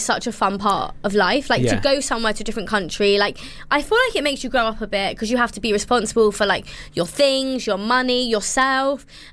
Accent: India; Like, I think that conversation as an Indian woman is a lot harder.

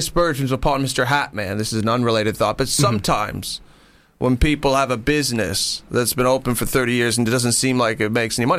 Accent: Seaforth, Ontario, Canada; I'm from a town called Seaforth, mm-hmm. which is not on a sea or near a fort

